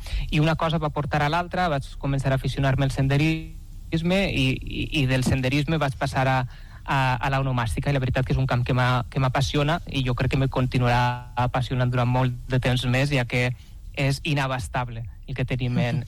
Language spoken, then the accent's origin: Catalan; Valencian Community, Spain; Sí, ja m'ho he enganxat que sóc valencià, la veritat que dic dos paraules i se'm nota de seguida, no?